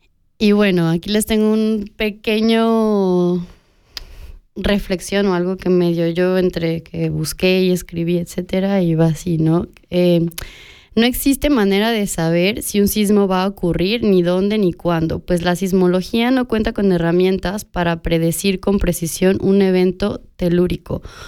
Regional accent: Mexico; En mi país pasa mucho también, México tiembla cada rato

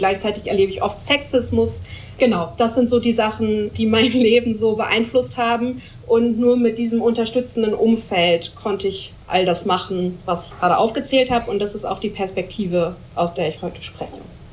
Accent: Lower Saxony, Germany; born there; Ich wurde im Wendland geboren, da seht ihr mich schlafend auf einer Atommüllblockade.

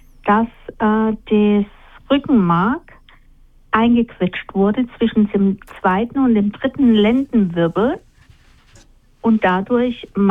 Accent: Germany; born there; now in Rauenberg, Germany; ich bin in Deutschland tatsächlich geboren. Ich wohne in einer kleinen Stadt in der Nähe von Heidelberg. Zur Schweiz direkt habe ich keinen Bezug.

